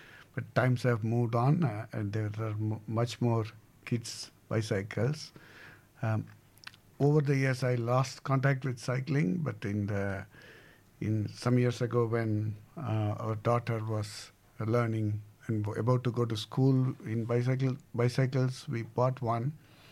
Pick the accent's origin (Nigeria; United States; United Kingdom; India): India; moved away; I grew up in India